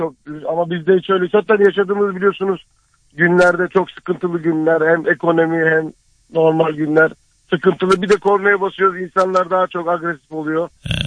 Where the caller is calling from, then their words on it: Istanbul, Turkey; İstanbul Bahçelievler.